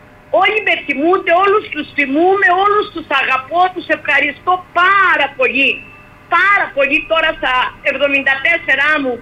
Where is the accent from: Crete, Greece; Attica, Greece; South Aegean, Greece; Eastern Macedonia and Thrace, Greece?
Crete, Greece; Arkalochori